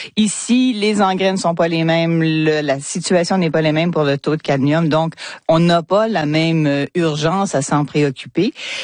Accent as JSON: {"language": "French", "country": "Canada", "said": "chez nous au Canada"}